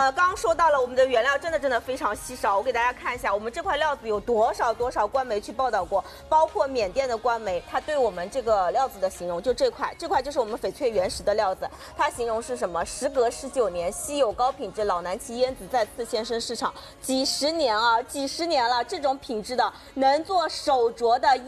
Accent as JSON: {"language": "Chinese", "country": "China", "said": "我们中国人"}